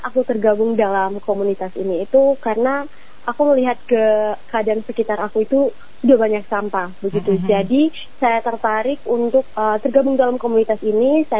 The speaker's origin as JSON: {"language": "Indonesian", "town": "Manggarai", "region": "East Nusa Tenggara", "country": "Indonesia", "said": "di kebetulan saya juga dari Manggarai. Jadi di sana itu kami ada forum anak."}